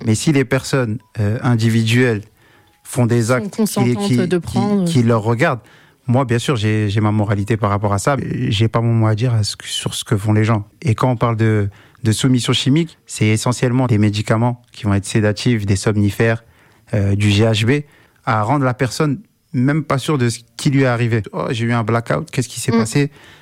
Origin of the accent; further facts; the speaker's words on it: Compiègne, Hauts-de-France, France; moved away as an adult; also born or lived in Paris; Je suis originaire de Compiègne. … c'est un jeune qui a grandi au Clos des Roses jusqu'à ses 18 ans. Donc j'ai fait toutes mes classes à Compiègne, en passant par Filias Le Bègue, le collège André Malraux, le lycée Mireille Grenet.